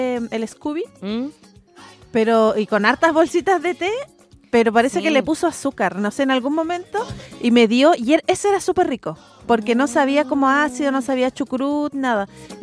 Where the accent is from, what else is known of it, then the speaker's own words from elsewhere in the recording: Chile; Soy una chilena